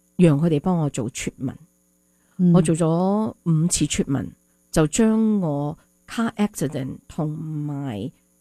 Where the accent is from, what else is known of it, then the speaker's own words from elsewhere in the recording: Guangzhou, Guangdong, China; 本身我哋因为我都系广州人啊嘛，我哋广州人咧嗰、那个